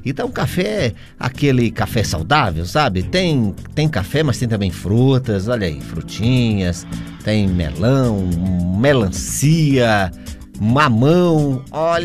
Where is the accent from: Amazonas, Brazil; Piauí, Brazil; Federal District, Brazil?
Piauí, Brazil; Teresina; Teresina. Minha cidade natal.